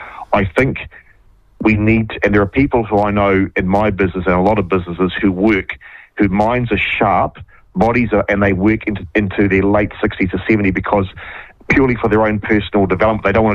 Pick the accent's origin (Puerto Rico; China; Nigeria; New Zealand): New Zealand; Waikato; I'm from the Waikato originally